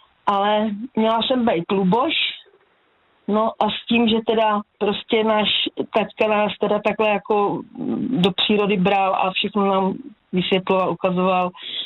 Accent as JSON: {"language": "Czech", "town": "Hladov", "region": "Vysočina Region", "country": "Czechia", "tie": "born or raised there", "said": "Vyrůstali jsme na Hájence, na Hladově a byli jsme vychovávaní povojensky."}